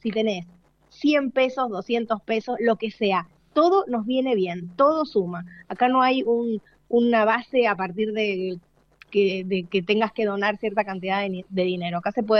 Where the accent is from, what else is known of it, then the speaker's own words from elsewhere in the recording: San Juan, Argentina; now in Mendoza, Argentina; Yo soy sanjuanina, hace 20 años que vivo en Mendoza